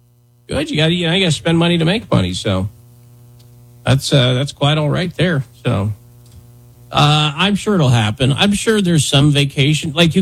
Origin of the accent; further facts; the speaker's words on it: Wyoming, United States; where I grew up in Wyoming